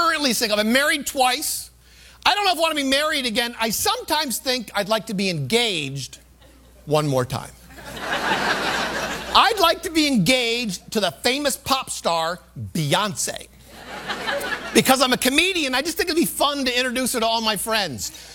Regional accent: New York, United States; now in New York City, United States; I'm a New Yorker, but I'm not from New York City. I'm from what I call New York Country, the rural western part of New York State. I'm from a small town just on the outskirts of a Walmart.

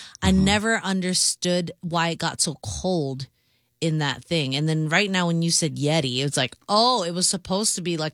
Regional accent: Hawaii, United States; I was born and raised in Hawaii.

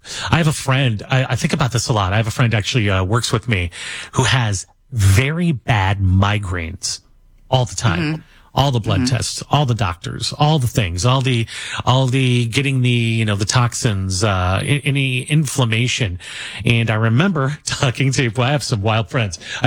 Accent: St. Louis, Missouri, United States; I grew up in St. Louis and not a great neighborhood.

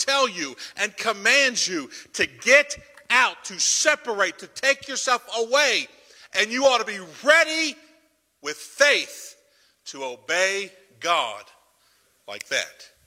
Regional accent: United States; I'm an American. I live in America.

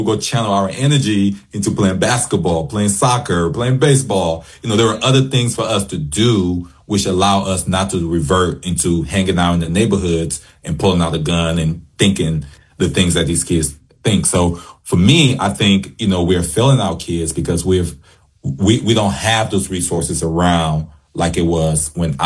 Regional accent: Detroit, Michigan, United States; I remember when I was growing up in Detroit, we didn't turn to guns, right?

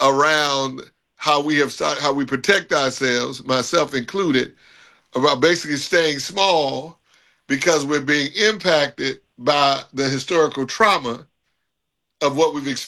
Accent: Chicago, Illinois, United States; In Chicago, I grew up in Chicago.

